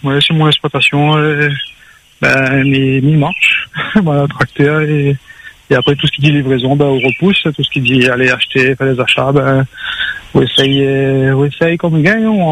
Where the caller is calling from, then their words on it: Saint-Philippe, Réunion; Je suis à Saint-Philippe.